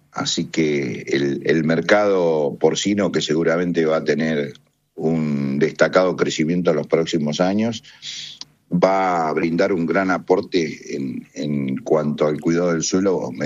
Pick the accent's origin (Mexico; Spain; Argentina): Argentina